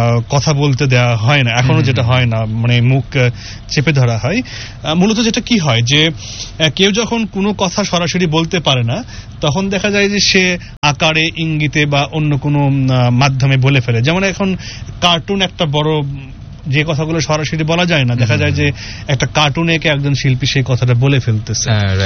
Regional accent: Rajshahi Division, Bangladesh; আমি আসলে বেড়ে উঠেছি বগুড়ার একটি গ্রামে এবং সেই গ্রামে একটা সময় খুব বেশি লোকজ সংস্কৃতি ছিল।

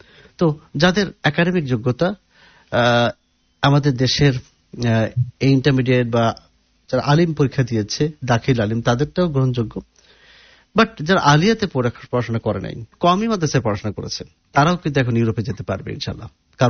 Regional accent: Kushtia, Khulna Division, Bangladesh; সত্যি একটা এক্সাম্পল বলি, আমার বাড়ি কুষ্টিয়াতে, তো আমার বাড়ি যেখানে তার কাছেই ঠিক আরেকজনের বাড়ি

